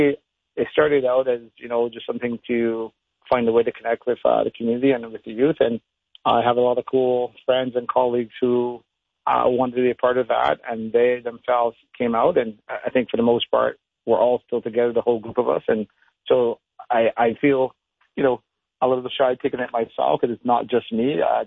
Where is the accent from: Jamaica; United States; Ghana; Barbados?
Barbados; I grew up back home in Barbados, and then, sort of running around in the streets